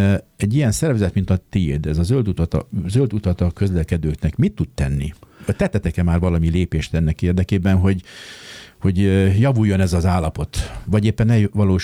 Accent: Budapest, Hungary; Én budapestiként

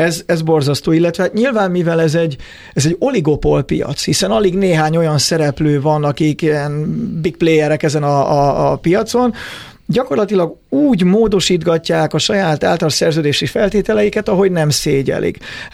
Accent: Hungary

